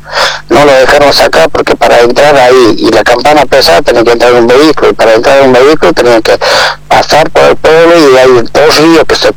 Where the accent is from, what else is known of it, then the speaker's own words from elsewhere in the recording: Rinconada, Jujuy, Argentina; also born or lived in Buenos Aires; trabajaba cuando vine del departamento de Rinconada, San Salvador de Jujuy, yo iba a la escuela nocturna.